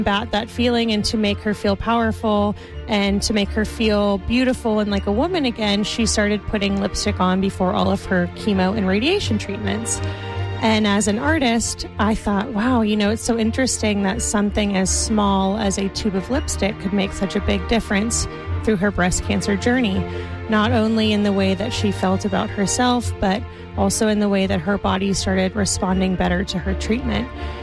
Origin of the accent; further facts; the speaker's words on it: Houston, Texas, United States; from Houston, Texas